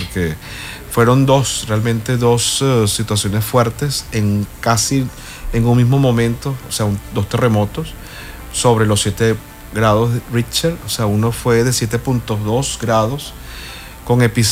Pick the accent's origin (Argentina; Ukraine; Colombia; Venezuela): Venezuela; Caracas, Capital District; now in Cancún, Mexico; En Caracas, por ejemplo, que es de donde yo vengo, de la ciudad capital